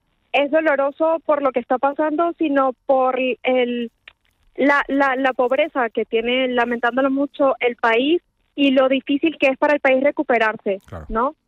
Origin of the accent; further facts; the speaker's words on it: Venezuela; now in Madrid, Spain; Sí, soy venezolana y tengo 8 años aquí en Madrid.